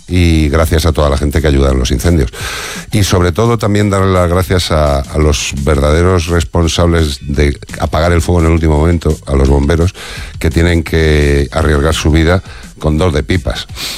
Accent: Spain; Sí, sí, y ahí vemos, soy español

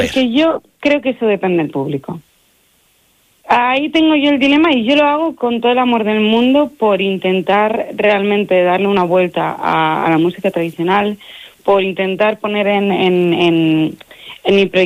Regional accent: Martiago, Castile and León, Spain; es que realmente mi pueblo es Martiago, está realmente alejado de España en general, está al lado de Portugal, en la raya, por esa zona, y es difícil volver allí del todo.

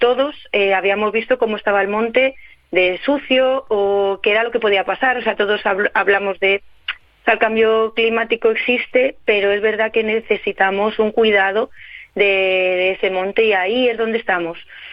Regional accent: Piedralaves, Castile and León, Spain; desde el Pozo de las Nieves en mi pueblo, en Piedralave

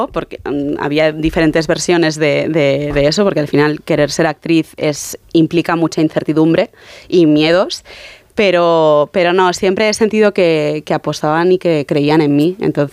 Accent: Barcelona, Catalonia, Spain; yo es que soy de Barcelona

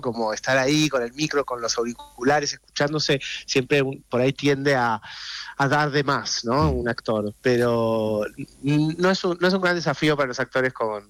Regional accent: Argentina; accent: Argentine; todas las pequeñas partes de la serie las he tenido que hacer con mi acento argentino

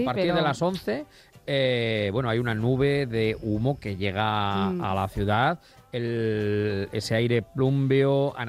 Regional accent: Castilla-La Mancha, Spain; born there; Si somos, decía … que nació en el Mediterráneo, pues nosotros nacimos en La Mancha, claro.

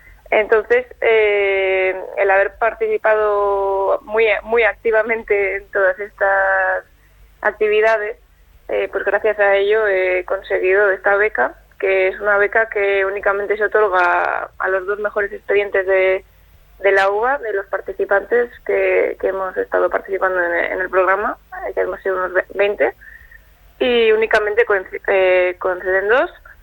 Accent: Navarre, Spain; now in Soria, Spain; No, yo soy de Navarra.

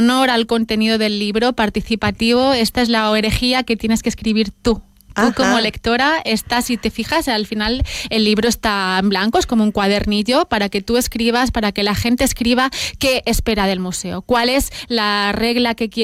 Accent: Palma, Balearic Islands, Spain; para todos aquellos que somos de Palma

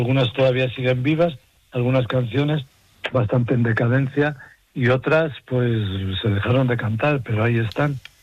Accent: Arroyo, Castile and León, Spain; yo tenía muchos más documentos sonoros de por supuesto de mi pueblo de Arroyo o de Sancho Nuño

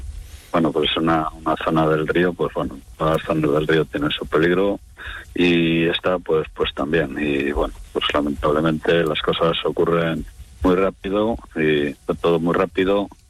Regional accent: Venta de Baños, Castile and León, Spain; born there; Yo, mira, soy nacido aquí en Venta de Baños, reconozco todo eso

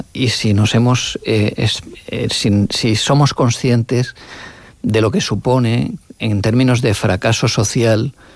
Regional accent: Alicante, Valencian Community, Spain; Y soy alicantino, o sea, valenciano.

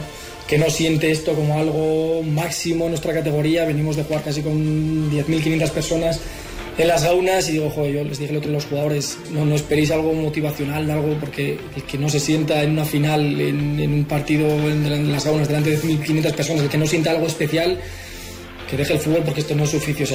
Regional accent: Basque Country, Spain; porque soy vasco cerrado seguramente y metería la pata seguramente porque no sale de mí.

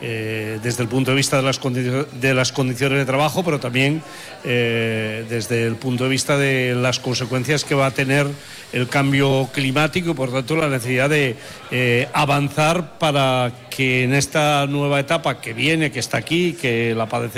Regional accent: Asturias, Spain; Yo soy de Asturias

